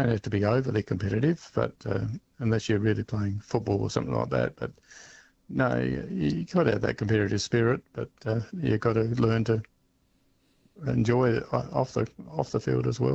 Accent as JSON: {"language": "English", "region": "South Australia", "country": "Australia", "tie": "born or raised there", "also_born_or_lived": "Lee Creek", "said": "Yeah, well, Dad was a school teacher, so we lived all over South Australia. So, I did my last 2 years of high school up here in 70-71 and then moved back here in 96."}